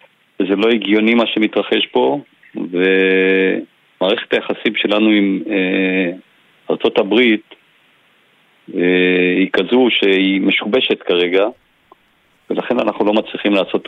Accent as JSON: {"language": "Hebrew", "town": "Sde Eliezer", "region": "Northern District", "country": "Israel", "tie": "born or raised there", "said": "קודם כל, בוא נתחיל בזה שאני נולדתי וגדלתי בצפון. אני תושב שדה אליעזר"}